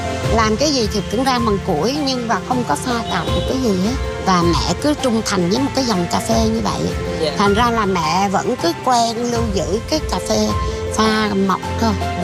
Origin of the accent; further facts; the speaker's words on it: Huế, Thừa Thiên Huế, Vietnam; tại vì là người Huế mà, thành ra là phụ nữ là phải biết lọ mọ làm mứt